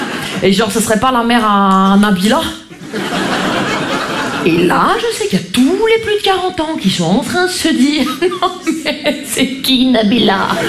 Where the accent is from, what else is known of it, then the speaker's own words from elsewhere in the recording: Grand Est, France; Vous savez, moi je viens des Vosges.